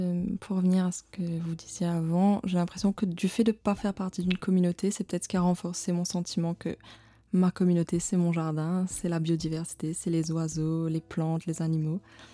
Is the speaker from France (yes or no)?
no; Tamarin, Black River, Mauritius; also born or lived in Germany; moi, j'ai grandi beaucoup, j'ai l'impression vraiment... là où j'habite en fait et quand on est jeune j'habite, j'ai l'impression que ma vie était entre là où j'habite à Tamarin